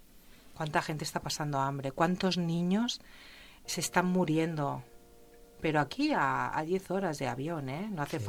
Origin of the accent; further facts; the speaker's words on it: Catalonia, Spain; europea y me considero, yo soy española, soy catalana, pero yo soy ciudadana del mundo, porque no me considero ni catalana ni española